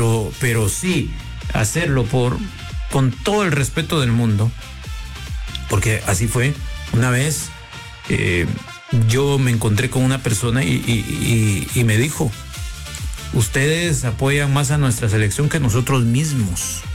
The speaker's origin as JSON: {"language": "Spanish", "country": "Guatemala"}